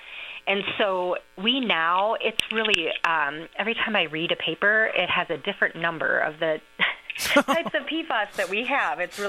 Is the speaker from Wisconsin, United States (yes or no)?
yes; La Crosse, Wisconsin, United States; moved away; I grew up in La Crosse and moved back when I accepted the position at UW La Crosse, and we moved to French Island.